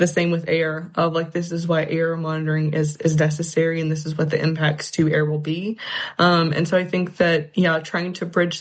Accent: Washington County, Virginia, United States; I'm from Washington County and was raised by folks that were, impacted by the legacy of coal and definitely grew up around the decline of coal within Southwest Virginia

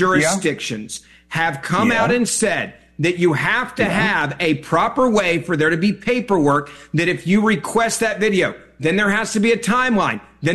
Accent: Memphis, Tennessee, United States; Memphis, I'll use that as my hometown example.

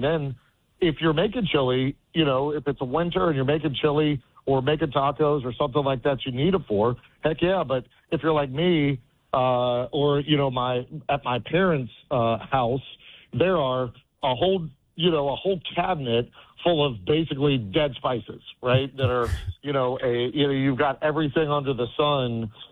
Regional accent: West Virginia, United States; that was one of the things that I looked forward to every summer growing up in West Virginia

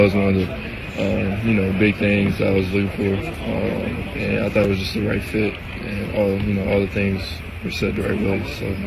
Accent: Missouri, United States; I'm from Missouri

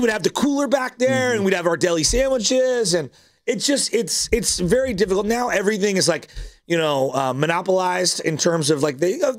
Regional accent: San Francisco, California, United States; we grew up in Excelsior

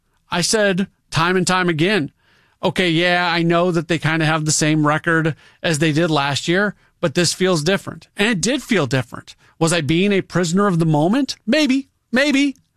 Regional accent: St. Louis, Missouri, United States; Growing up in St. Louis, I thought everybody loved baseball the way we did.

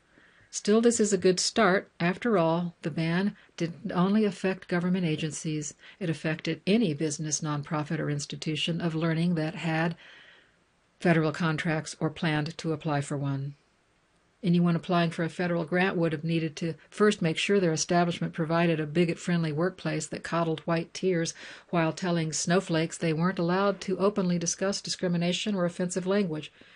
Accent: Nigeria; a few miles from my hometown in Nigeria was sent to my inbox

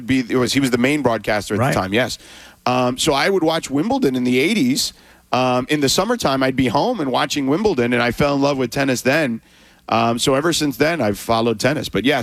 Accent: Florida, United States; But the one thing every park had where I grew up in Florida, they had clearly a baseball field, right?

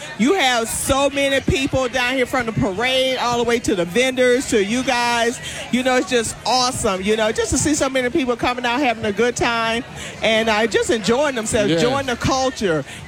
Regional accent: Arkansas, United States; No, I'm originally from Arkansas.

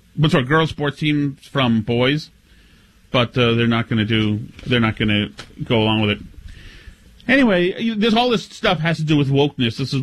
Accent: Winchester, Massachusetts, United States; now in Newburyport, United States; I'm a North Shore guy. I'm from Winchester, and now I'm way up here in Jupiter. I'm in Newburyport now.

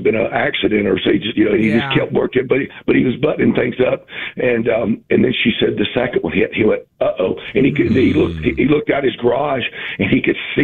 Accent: the South, United States; obviously you can tell I'm from the South

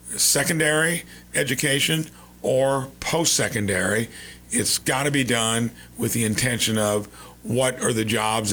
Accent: Batesville, Indiana, United States; many places like Batesville. In my hometown, I never imagined Deaconess just bought our hospital.

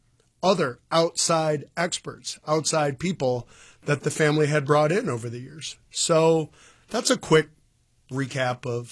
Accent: Saginaw, Michigan, United States; born there; I'm from Saginaw. Born here on my mom's 18th birthday in Saginaw General Hospital.

